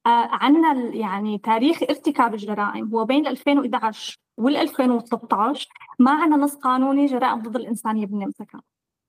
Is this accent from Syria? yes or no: yes; Syria; وجميع احتياجات العدالة اللي نحن عندنا إياها كسوريين وسوريا